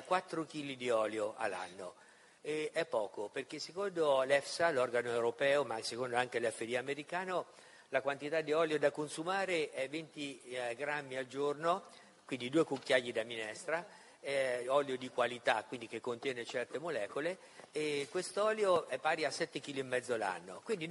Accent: Perugia, Umbria, Italy; vengo da Perugia.

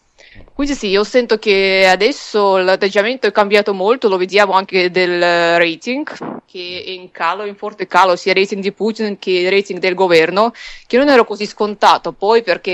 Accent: Moscow Oblast, Russia; Italian is a second language; Ad esempio nella mia città natale, che sta nella regione di Mosca, mm-hmm.

